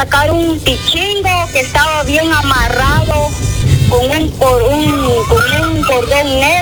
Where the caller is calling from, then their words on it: Campa, Lempira, Honduras; Yo lo estoy llamando de la Campa Lempira.